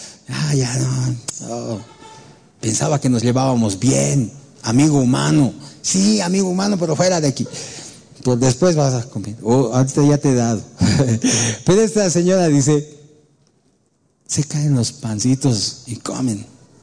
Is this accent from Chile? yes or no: no; Bolivia; nosotros somos bolivianos